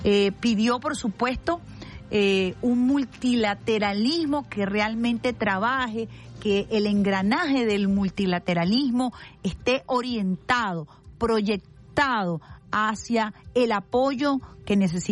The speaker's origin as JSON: {"language": "Spanish", "country": "Venezuela", "said": "Vengo de Venezuela, un país que nunca se rinde, un país que siempre se abraza a la esperanza"}